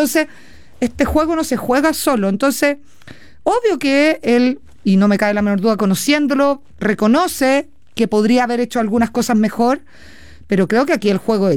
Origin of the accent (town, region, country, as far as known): Chile